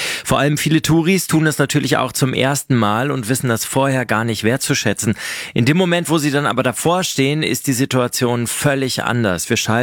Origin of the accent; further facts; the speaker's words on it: Northern Germany, Germany; Da müssen wir natürlich als Norddeutsche, müssen da richtig vorbereitet in diesen Tag reingehen.